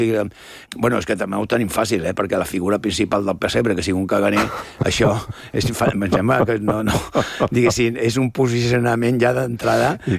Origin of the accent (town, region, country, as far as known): Catalonia, Spain